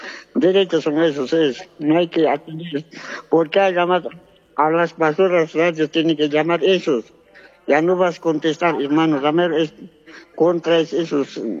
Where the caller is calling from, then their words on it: Cochabamba, Bolivia; Yo estoy llamando de Cochabamba, Tiquipa